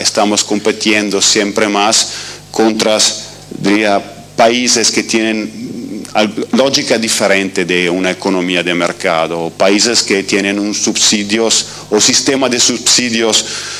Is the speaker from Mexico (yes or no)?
no; Italy; Spanish is a second language; moved away; Yo llego de Italia, soy italiano